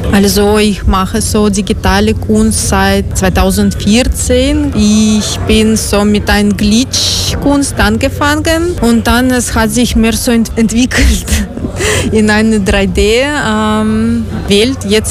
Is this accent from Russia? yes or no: yes; Russia; German is a second language; moved away; Ursprünglich komme ich aus Russland.